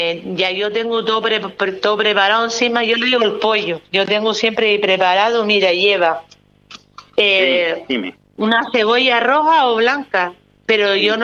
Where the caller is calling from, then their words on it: Gáldar, Canary Islands, Spain; Soy de Galda, por ejemplo, en Caidero de Galda